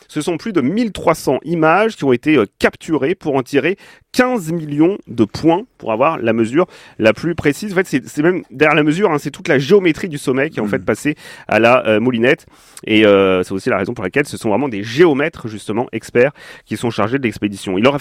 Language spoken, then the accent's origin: French; Auvergne-Rhône-Alpes, France; qui sont bien connus chez nous en Haute-Savoie.